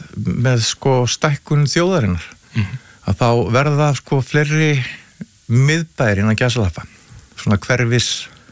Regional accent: Vestmannaeyjar, Southern Region, Iceland; ég fættur uppalinn í Vestmannaeyjum og búin að vera 35 heilum þjóðatíðum

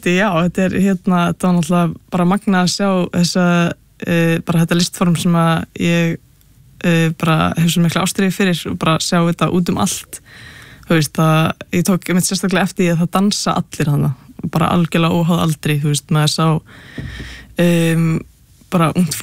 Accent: Capital Region, Iceland; Ég úlst upp bara, hérna, bara á höfburgarsveðinu, sko.

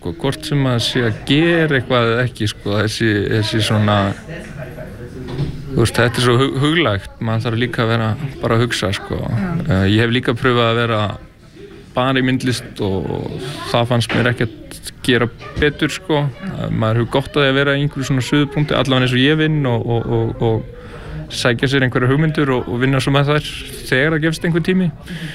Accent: Ytri-Bakki, Northeastern Region, Iceland; Já, ég er frá Ytribakka við Hjaltbyrði, raunar í jörð sem liggur alveg að Hjaltbyrðinni.

